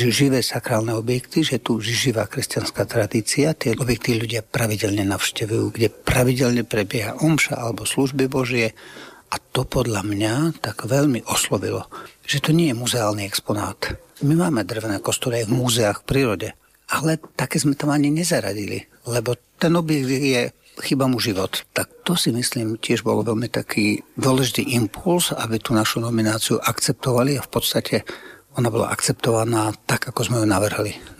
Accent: Istebné, Žilina Region, Slovakia; Ja som z Oravy, z Istebného, kde je artikulárny kostol

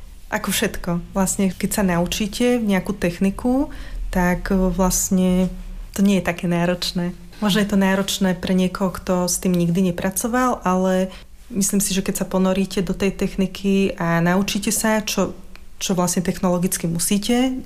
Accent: Lučenec, Banská Bystrica Region, Slovakia; pochádzam z Lučenca

